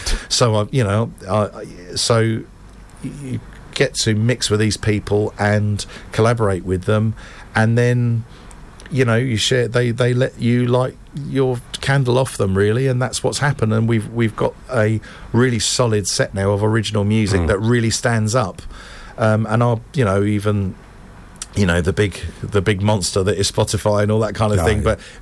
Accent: London, United Kingdom; it was multicultural London. So there was Jamaican kids and Spanish kids. And so we're Irish Catholics.

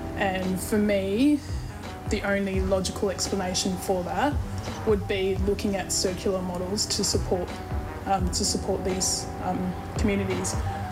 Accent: Portland, Victoria, Australia; moved away; I grew up in Portland in Victoria, and that's a small town which used to have an aluminium smelter operating. So it's a coastal town, has a big port.

